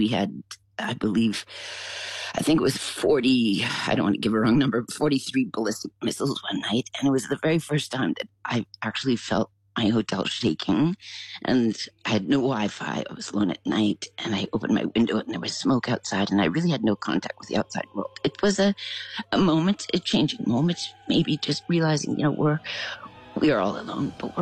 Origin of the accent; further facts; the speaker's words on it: Canada; So I'm very proud of my Canadian roots. I grew up in Canada in a Ukrainian community.